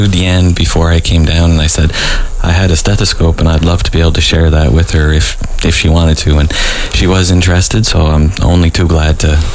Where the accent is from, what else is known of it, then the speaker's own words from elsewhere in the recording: Newfoundland and Labrador, Canada; So I'm originally from Newfoundland, and I was born with something that we used to call the Newfoundland curse